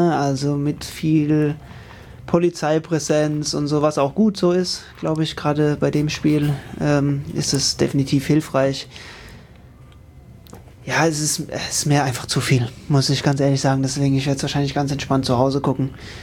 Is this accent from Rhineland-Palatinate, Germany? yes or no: yes; Rhineland-Palatinate, Germany